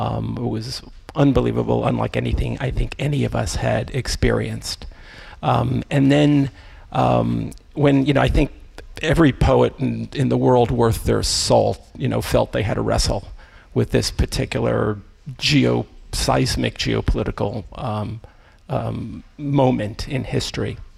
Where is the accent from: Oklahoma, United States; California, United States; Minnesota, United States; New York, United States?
New York, United States; New York City; I'm originally from New York City